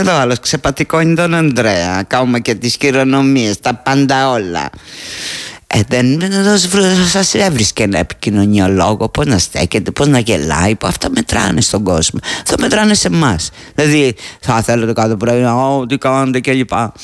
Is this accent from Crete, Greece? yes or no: yes; Crete, Greece; Όσο και αν λατρεύω την Κρήτη, όσο περήφανη και αν είμαι για την πατρίδα μου, αυτό ήξερα, δεν μπορώ να βγαίνω στο ραδιόφωνο και αρχίζω.